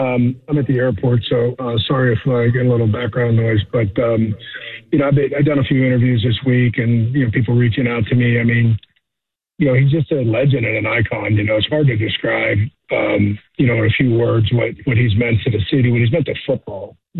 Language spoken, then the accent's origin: English; Beaver County, Pennsylvania, United States; moved away as an adult; right where I grew up in Beaver County.